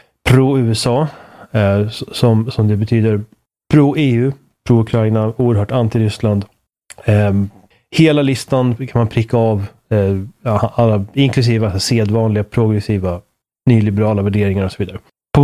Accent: Sweden; som svensk betraktare

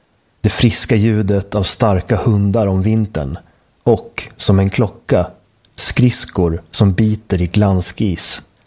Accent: Västmanland County, Sweden; Jag är också västmanlänning. Och du också, Boris. Va?

